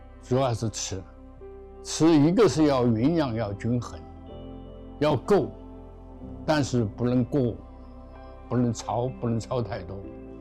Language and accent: Chinese; Chengdu, Sichuan, China; 今年97岁，我来自四川成都